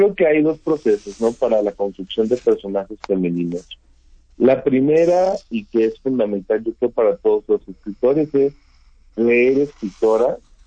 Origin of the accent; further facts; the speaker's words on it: Zapotlán el Grande, Jalisco, Mexico; Yo soy del sur de Jalisco, nací en Zapotlán el Grande, en el 96, entonces me tocó como una etapa de transición en la que el municipio era mucho más conservador para cuestiones como la homosexualidad